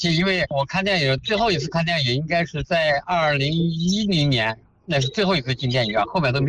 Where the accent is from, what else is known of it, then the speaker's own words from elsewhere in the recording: Qinghai, China; now in Shijiazhuang, China; 我是青海的，生在青海，长在青海，